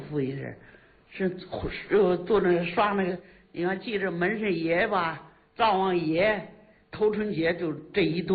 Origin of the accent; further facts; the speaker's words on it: Sanhe, Hebei, China; 离北京50公里，河北省三河县。